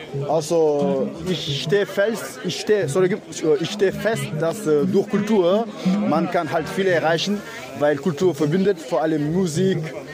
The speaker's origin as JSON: {"language": "German", "country": "Senegal", "tie": "born or raised there", "also_born_or_lived": "Mauritania / France", "second_language": "German", "moved": "yes", "lives_now": "Vienna, Austria", "said": "Ich komme ursprünglich aus Mauretanien und aufgewachsen in Senegal und lebe in Europa seit schon lang, ziemlich sehr lang, weil meine Familie lebt noch in Frankreich und ich lebe in Wien seit 2002."}